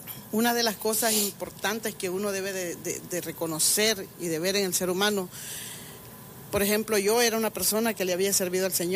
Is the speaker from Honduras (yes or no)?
yes; Honduras; moved away as an adult; soy de Honduras, soy del país de Honduras, de ese país maravilloso, y yo doy gracias a Dios. Tengo 16 años de estar aquí en este país